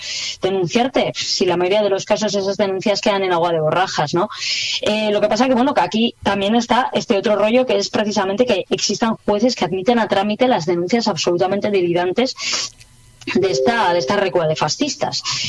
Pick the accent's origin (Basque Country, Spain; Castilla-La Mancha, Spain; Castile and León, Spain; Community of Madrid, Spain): Basque Country, Spain; yo soy una mujer, soy vasca, soy feminista, soy transfeminista, soy atea, radicalmente atea